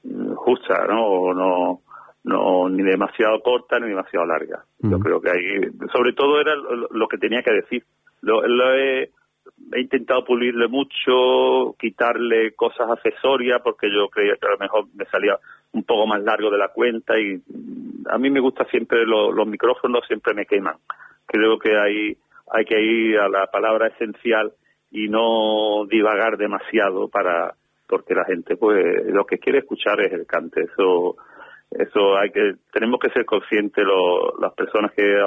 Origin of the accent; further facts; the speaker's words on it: Málaga, Andalusia, Spain; born there; con relaciones que han tenido con Málaga, mi ciudad natal, y Linares.